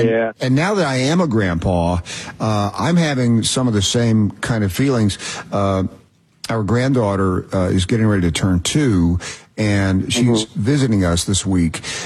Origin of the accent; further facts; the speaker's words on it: Knoxville, Tennessee, United States; I'm originally from Knoxville.